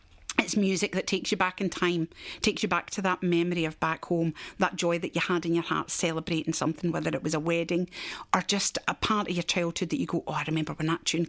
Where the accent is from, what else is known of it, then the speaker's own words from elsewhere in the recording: Scotland, United Kingdom; You know something about Scots? We carry home with us, no matter where we go. Sometimes it's in an accent.